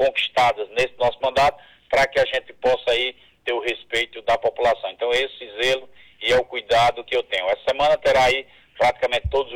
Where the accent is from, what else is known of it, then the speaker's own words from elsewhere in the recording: Brazil; Nós somos brasileiros, torcemos aí pela nossa seleção